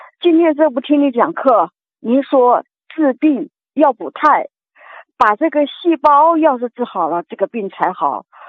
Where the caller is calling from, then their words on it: Beijing, China; 我北京海淀区的。